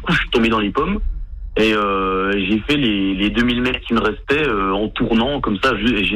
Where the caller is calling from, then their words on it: Besançon, Bourgogne-Franche-Comté, France; moi, je suis de Besançon